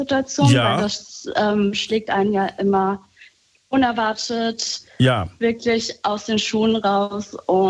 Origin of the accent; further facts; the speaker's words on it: Germany; born there; Meine Eltern sind zur DDR-Zeit als Leiharbeiter gekommen. Und ja, dann wurde ich geboren in Deutschland.